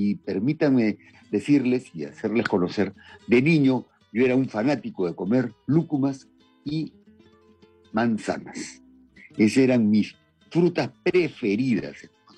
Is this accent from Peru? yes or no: yes; Peru; Somos peruanos al comer ramfañote, en realidad.